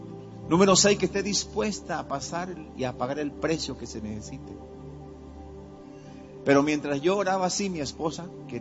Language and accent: Spanish; Caribbean Region, Colombia; me dijo, ¿tú vienes de la costa? Sí, yo vengo de la costa.